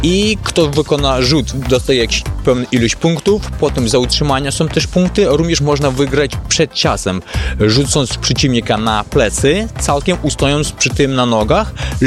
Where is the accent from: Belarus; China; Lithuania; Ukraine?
Ukraine; Polish is a second language; now in Kraków, Poland; Jesteśmy z Ukrainy, w Ukrainie to jest dość popularny sport